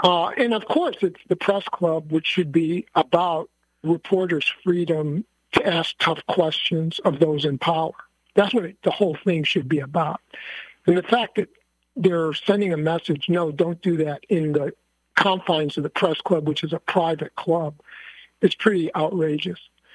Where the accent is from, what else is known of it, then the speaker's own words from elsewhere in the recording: Niagara Falls, New York, United States; Yeah, I grew up in Niagara Falls, New York, home to one of the seven wonders of the world, the beautiful falls and the beautiful gorge there.